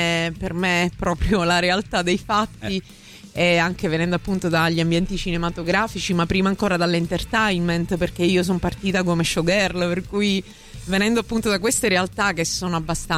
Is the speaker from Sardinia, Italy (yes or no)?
no; Messina, Sicily, Italy; accent: Messinese; moved away as an adult; now in Rome, Italy; io sono arrivata a Roma nel 2014, sono siciliana, messinese, come si può sentire dall'accento, perché ha l'orecchio allenato a sentire il messinese.